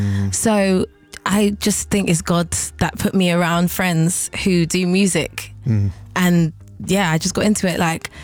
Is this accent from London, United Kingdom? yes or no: yes; London, United Kingdom; also born or lived in Chiswick; now in South London, United Kingdom; I'm from I was raised in Kilburn.